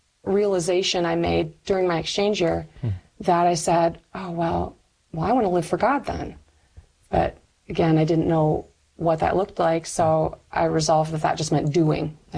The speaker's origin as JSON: {"language": "English", "region": "Michigan", "country": "United States", "tie": "born or raised there", "said": "There was also like a Bible study group in my high school, and Northern Michigan University is also in my hometown."}